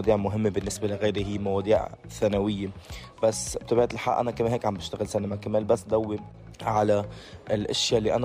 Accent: Lebanon; كوني أنا مخرج لبناني عم شارك بمهرجان تونسي

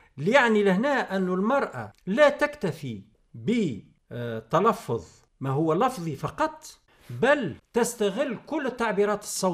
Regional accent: Tunisia; أنا كمواطن تونسي

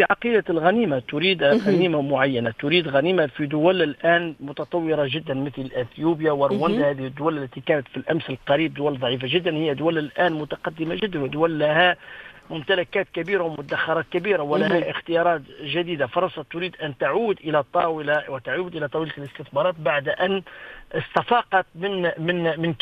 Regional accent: Tunisia; نحن كدولة تونسية

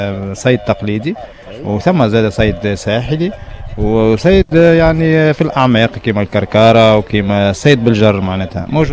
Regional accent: Tabarka, Jendouba Governorate, Tunisia; ونحن في تبرقه اغلبيه تاع العائلات خاصه البحاره

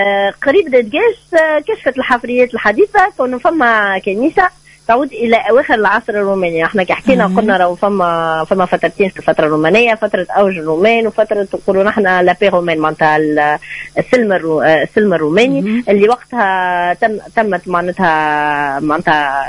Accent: Tunisia; المدن اللي عندنا في تونس.

